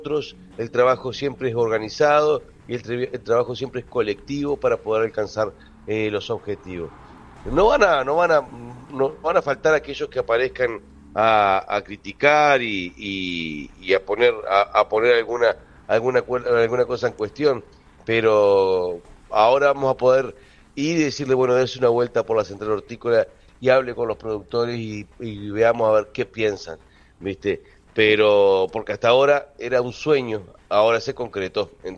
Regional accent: Colonia 18 de Julio, Salto, Uruguay; Yo me crié, sí, en la colonia 18 de julio porque mi familia es de allí.

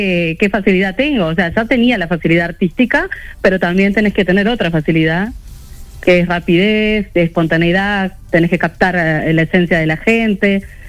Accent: Fraile Muerto, Cerro Largo, Uruguay; now in Piriápolis, Uruguay; De Cerro Largo, de Fraile Muerto. ¡Ay, pero actualmente vivo en Piriápolis!

